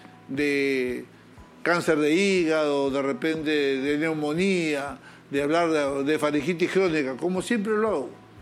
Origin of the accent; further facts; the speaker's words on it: Peru; como peruano y como médico